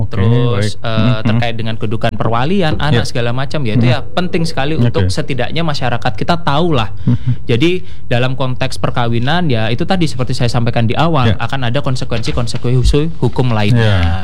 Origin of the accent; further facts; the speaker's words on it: Java, Indonesia; saya kan kebetulan Jawa nih